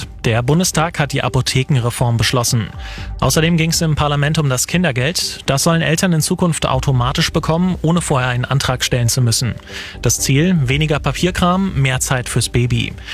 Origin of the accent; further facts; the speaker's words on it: Schleswig-Holstein, Germany; aber ich sehe auch Sonnenscheinbilder aus meiner Heimat, Dithmarschen.